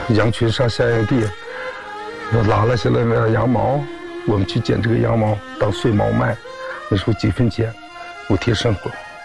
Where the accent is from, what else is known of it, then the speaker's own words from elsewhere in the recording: Inner Mongolia, China; 我七零年出生在巴尔虎草原，76年初我母亲就去世了。